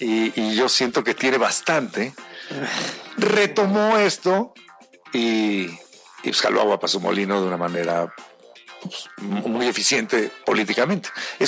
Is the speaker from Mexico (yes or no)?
yes; Mexico; Creo que estamos muy bien representados como mexicanos con Claudia Sheinbaum.